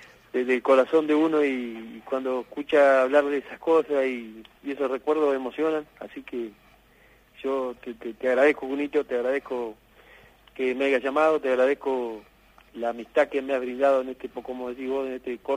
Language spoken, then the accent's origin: Spanish; Argentina; moved away as an adult; Yo soy de Conelías, me vine en el año 97, me vine a trabajar a esta ciudad.